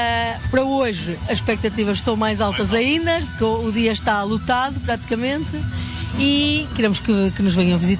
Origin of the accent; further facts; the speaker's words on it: Norte, Portugal; eu sou do Norte, não é?